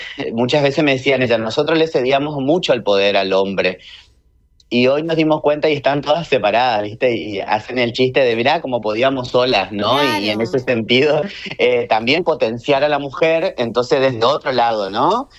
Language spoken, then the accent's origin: Spanish; Resistencia, Chaco, Argentina; now in Chile; hace un año yo estoy viviendo en Chile, si bien no me desconecto, por supuesto, de donde yo soy, pero Sé que acá hay dispositivos, y seguramente en Corrientes también